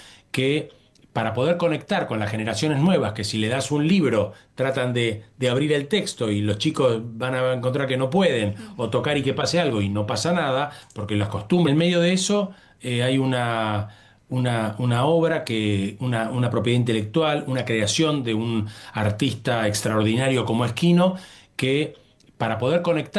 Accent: Argentina

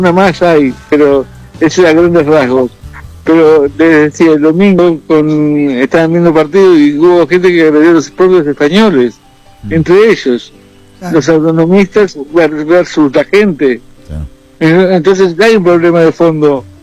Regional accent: Argentina; Recién me dice, ¿pero de dónde sos? De Argentina.

